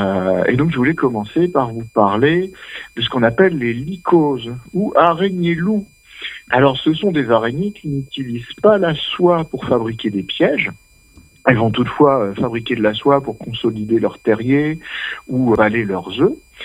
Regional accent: France; Chez nous, en France

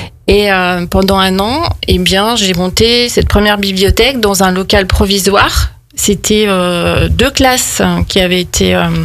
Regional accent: Besançon, Bourgogne-Franche-Comté, France; Besançon.

